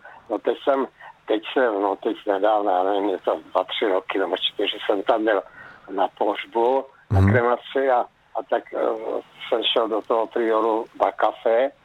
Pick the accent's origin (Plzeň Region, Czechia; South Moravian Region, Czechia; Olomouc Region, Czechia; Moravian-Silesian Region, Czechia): South Moravian Region, Czechia